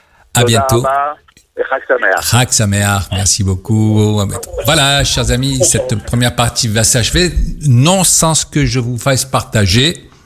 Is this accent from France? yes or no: no; Sfax, Sfax Governorate, Tunisia; nous, les sfaxiens que nous sommes